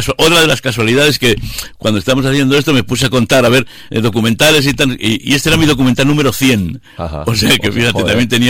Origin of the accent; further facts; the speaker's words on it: Canales de la Sierra, La Rioja, Spain; Y dio la casualidad que iba al teatro de mi pueblo, de Canales de la Sierra, entre hacer una actuación